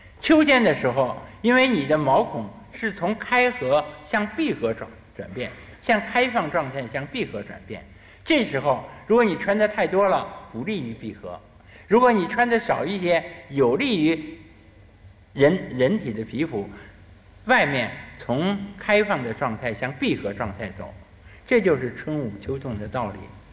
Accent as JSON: {"language": "Chinese", "country": "China", "said": "我们中国人有很多老理儿。"}